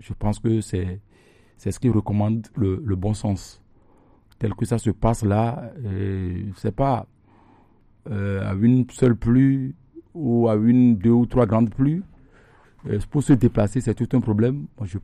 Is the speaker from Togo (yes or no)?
yes; Togo; chez nous au Togo, le pays n'est pas construit.